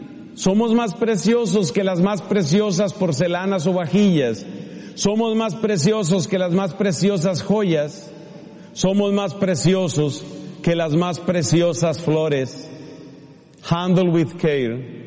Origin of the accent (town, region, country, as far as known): Colombia; now in United States